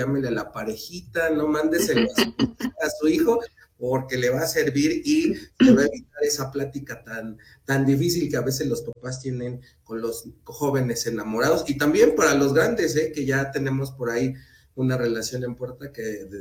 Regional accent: Tlalnepantla, State of Mexico, Mexico; desde acá, desde el Estado de México, en Tlalnepantla, yo le diría más bien mi tierra Tenayuca

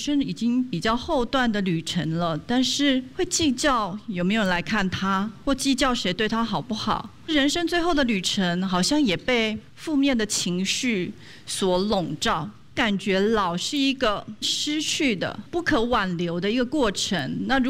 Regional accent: Taiwan; 我们台湾人

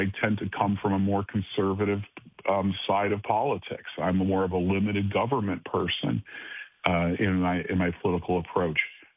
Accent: Cleveland, Ohio, United States

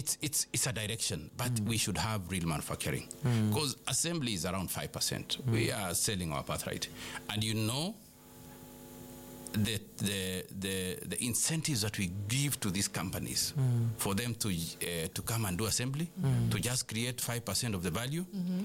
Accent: Kenya

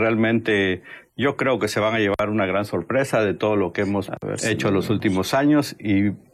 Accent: Oaxaca, Mexico; todo lo que representamos, ¿no? Como oaxaqueños. Y realmente enaltecemos y formamos parte de esta gran cultura y esta gran comunidad de oaxaqueños.

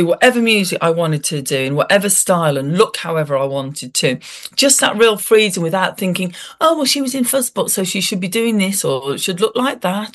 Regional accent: Birmingham, West Midlands, United Kingdom; they were very proud of their hometown, as we are of coming from Birmingham.

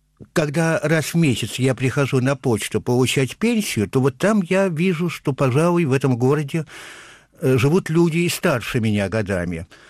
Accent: Saint Petersburg, Russia; also born or lived in Tupitsyna, Vologda Oblast; А мама, вскоре похоронив его, вернулась снова сюда, в Ленинград. Так что вот первые полгода моей жизни с этим городом еще не были связаны.

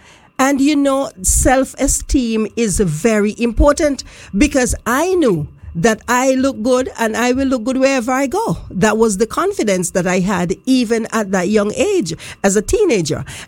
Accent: Harris, Montserrat; I can remember growing up in Harris's.

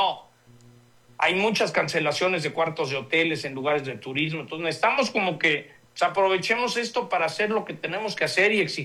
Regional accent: Mexico; estos somos los mexicanos

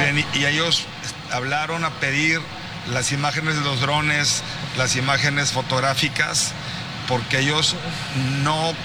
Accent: Monterrey, Nuevo León, Mexico; aquí, soy de Monterrey

